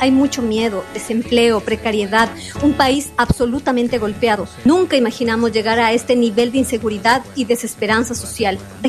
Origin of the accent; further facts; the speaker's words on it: Ecuador; Soy una mujer ecuatoriana, vivo en Ecuador